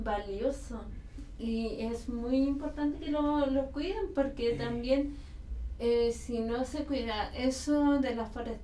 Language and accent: Spanish; Biobío, Chile; porque cuando yo llegué acá, yo vengo del Biobío